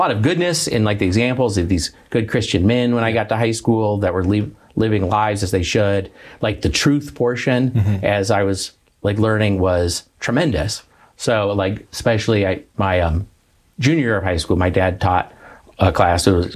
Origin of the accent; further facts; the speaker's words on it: Tucson, Arizona, United States; also born or lived in Santa Barbara, California; Yeah, I grew up in Tucson, Arizona.